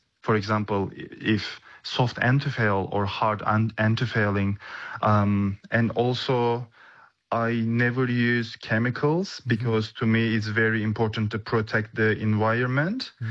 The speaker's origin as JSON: {"language": "English", "country": "Turkey", "tie": "born or raised there", "moved": "yes", "lives_now": "Australia", "said": "I grew up in Mediterranean Sea, and it's so colorful. It's beautiful."}